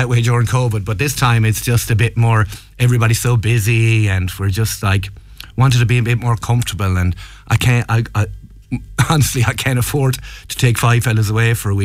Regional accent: Tipperary, Munster, Ireland; I used to be a punk guy, an emo guy back in the day when I was growing up in Tipperary.

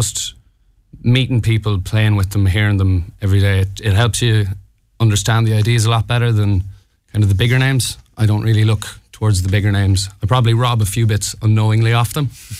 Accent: Ballinrobe, Connacht, Ireland; I'm from Ballinrobe, County Mayo.

